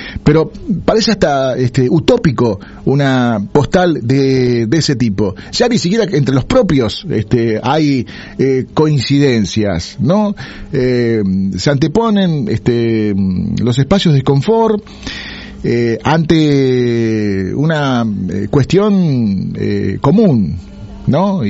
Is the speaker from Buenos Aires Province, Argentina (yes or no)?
yes; Punta Alta, Buenos Aires Province, Argentina; como puntaltenses, como rosarinos y rosarinas